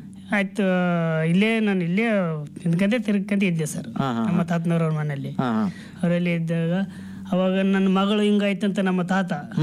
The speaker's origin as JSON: {"language": "Kannada", "town": "Jalibenchi", "region": "Karnataka", "country": "India", "tie": "born or raised there", "also_born_or_lived": "Gonuvara", "said": "ಸಣ್ಣವನಿದ್ದಾಗ ನಾವು ಅಪ್ಪ ನಮ್ಮಅಮ್ಮ ಇಲ್ಲಿಗೆ ಬಂದ್ರು ಸರ್, ಇಲ್ಲಿ ಜಾಲಿಬೆಂಚಿಗೆ."}